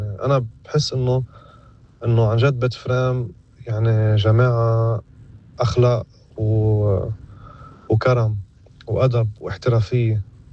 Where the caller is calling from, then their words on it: Beirut, Beirut Governorate, Lebanon; انا من بيروت